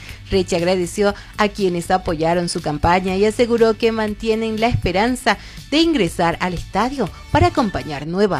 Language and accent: Spanish; Bolivia; nosotros, como buenos bolivianos